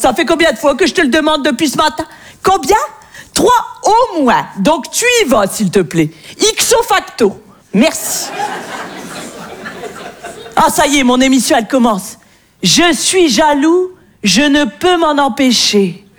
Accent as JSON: {"language": "French", "region": "the north of France", "country": "France", "said": "moi je viens du nord de la France."}